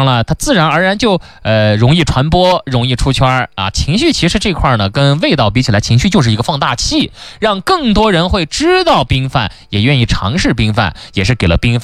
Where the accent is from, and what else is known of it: Xinjiang, China